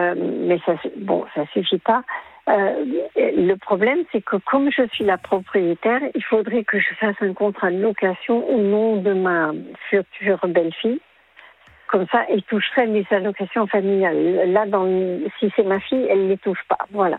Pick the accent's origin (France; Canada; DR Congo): France; also born or lived in Germany; je suis une Française, mais j'ai habité très longtemps en Allemagne.